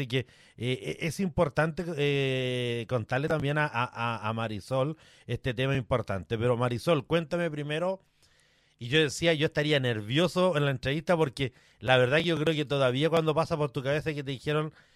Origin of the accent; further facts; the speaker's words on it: Chile; Yo también soy bien chileno para mis cosas.